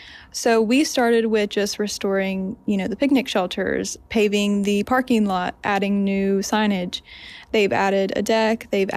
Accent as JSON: {"language": "English", "region": "West Virginia", "country": "United States", "said": "I'm a student at West Virginia State University, and I'm from Boone County, West Virginia."}